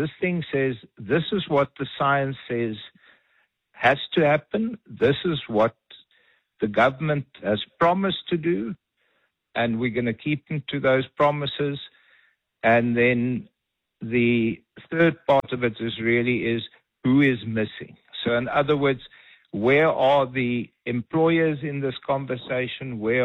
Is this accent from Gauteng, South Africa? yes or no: yes; Gauteng, South Africa; I come from Gauteng